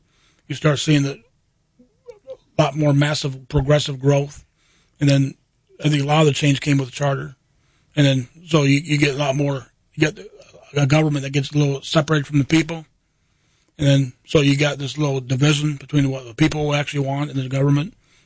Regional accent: Sioux Falls, South Dakota, United States; We grew up in Sioux Falls.

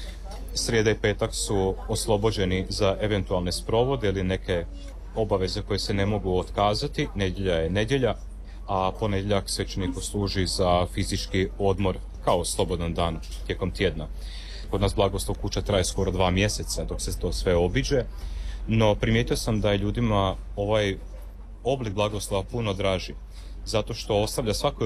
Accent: Croatia; now in Adelaide, Australia; Redovni blagoslov kuća se obavlja otprilike u istome terminu kada je kod nas u Hrvatskoj

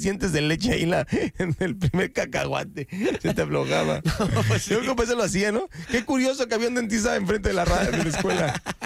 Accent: Nezahualcóyotl, State of Mexico, Mexico; No, me llené mi pueblo, Ciudad Neza.

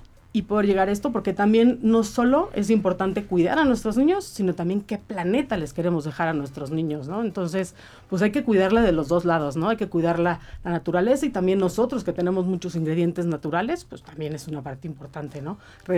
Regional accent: Mexico; Es muchísimo más importante el porcentaje que donamos todos como ciudadanos mexicanos para apoyar a nuestros niños, ¿no?

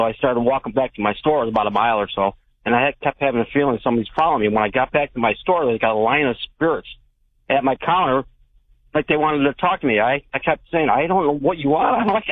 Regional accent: New York, United States; now in Maui, United States

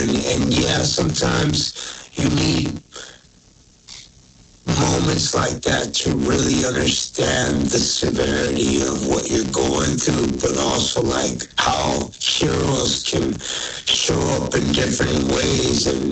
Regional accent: Los Angeles, California, United States; I'm a proud Native American kid from East LA, born in Boyle Heights, and you know, I'm Native American and Mexicano.

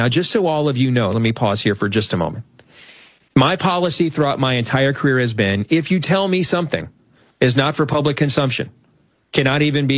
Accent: Iowa, United States; my home state of Iowa

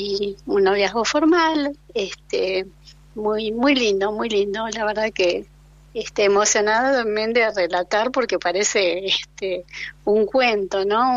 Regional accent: Bahía Blanca, Buenos Aires Province, Argentina; now in Mendoza, Argentina; Estoy en Mendoza, nací en Bahía Blanca.

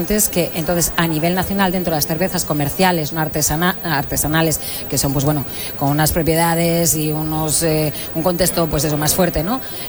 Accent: Catalonia, Spain; now in Asturias, Spain; Yo, como buena catalana, ya asturiana de adopción, después de tantos años, a mí el agua con gas me encanta.

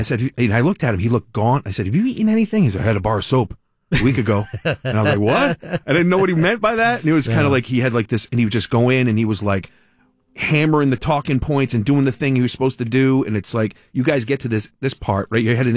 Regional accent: East Bay, Rhode Island, United States; I'm from the East Bay, I grew up in the East Bay.

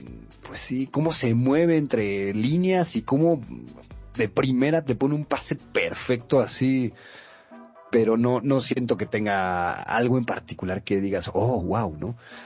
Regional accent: Mexico

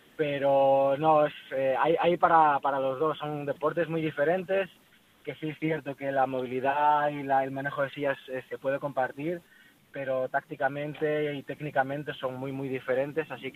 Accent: Galicia, Spain; somos 5 gallegos

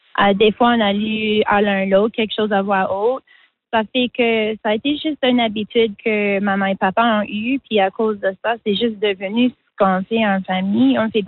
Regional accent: Newfoundland and Labrador, Canada; French is a second language; now in Prince Edward Island, Canada; J'étais élève d'immersion tardive à Terre-Neuve où que j'ai grandi.

